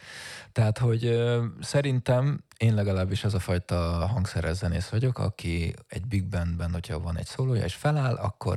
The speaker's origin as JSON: {"language": "Hungarian", "country": "Hungary", "tie": "born or raised there", "said": "de én klasszikus zenén nevelkedtem, klasszikus zenei oktatásban nőttem fel itthon, ahol az improvizációnak semmi helye nem volt."}